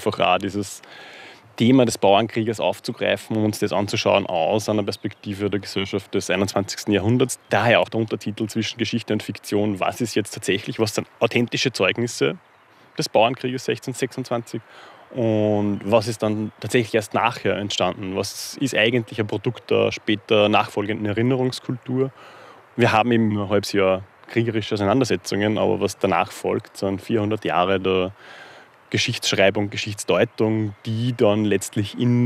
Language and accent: German; Upper Austria, Austria; born or raised there